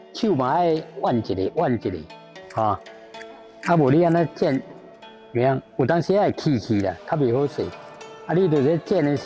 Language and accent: Chinese; Taiwan; accent: Taiwanese Mandarin; 我说台湾国语啦。台湾国语啦。国语不标准啦。